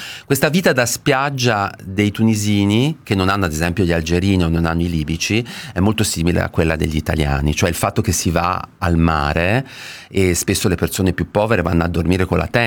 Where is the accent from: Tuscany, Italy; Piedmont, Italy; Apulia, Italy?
Tuscany, Italy; born there; Io poi sono nato sul mare in Toscana e quindi ho ritrovato, diciamo, tanti profumi, tante sensazioni